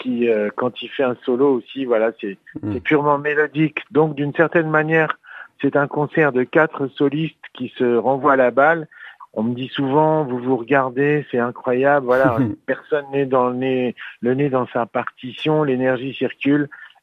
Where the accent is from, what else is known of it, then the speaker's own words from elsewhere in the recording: Lyon, Auvergne-Rhône-Alpes, France; born there; moi je suis né à Lyon